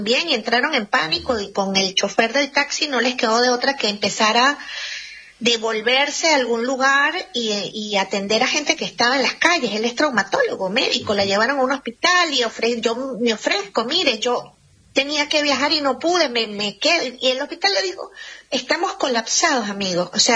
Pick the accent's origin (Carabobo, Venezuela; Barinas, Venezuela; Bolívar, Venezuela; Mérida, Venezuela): Mérida, Venezuela; moved away; Yo soy de Mérida, tengo familia en Mérida, en los Andes venezolanos.